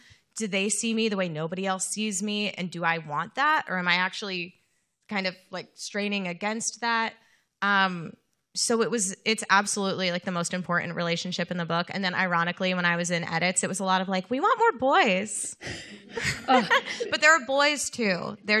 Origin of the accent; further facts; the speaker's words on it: New Jersey, United States; I'm from New Jersey